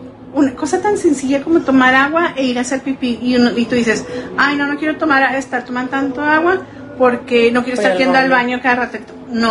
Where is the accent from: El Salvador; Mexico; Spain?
Mexico; born there; aceptar que nací en México